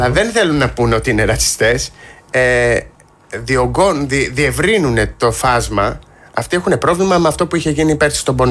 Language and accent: Greek; Greece; Ως Έλληνες